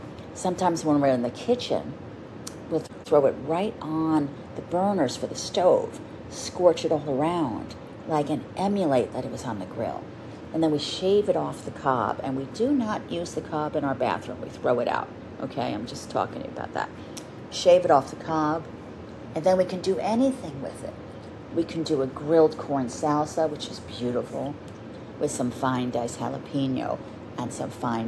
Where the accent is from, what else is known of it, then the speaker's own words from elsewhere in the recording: New Jersey, United States; So speaking of summer, you know, I grew up on the Jersey Shore, as you know. Found my little honky-tonk town when I was younger to be okay.